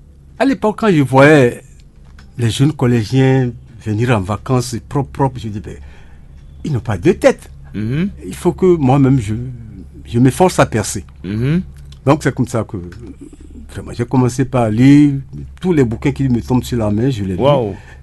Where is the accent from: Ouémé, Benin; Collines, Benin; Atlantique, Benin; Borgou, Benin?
Collines, Benin; Savalou; Je suis originaire de Savalou.